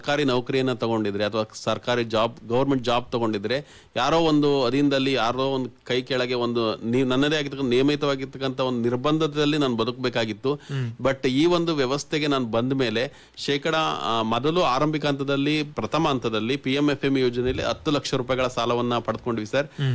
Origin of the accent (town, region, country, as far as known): Davanagere district, Karnataka, India